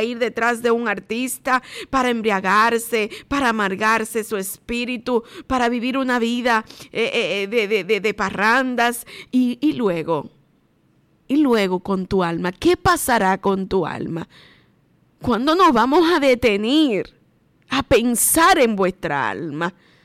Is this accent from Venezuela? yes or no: no; Dominican Republic; qué compromiso tenemos como dominicanos delante de Dios